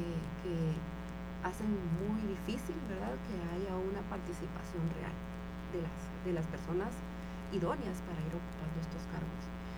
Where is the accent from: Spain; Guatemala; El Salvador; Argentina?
Guatemala; nosotras como guatemaltecas no vamos y votamos